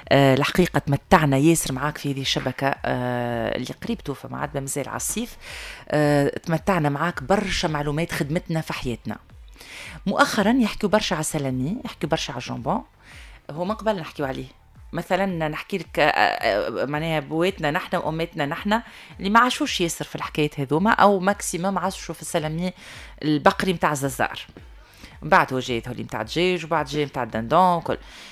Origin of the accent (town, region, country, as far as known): Tunisia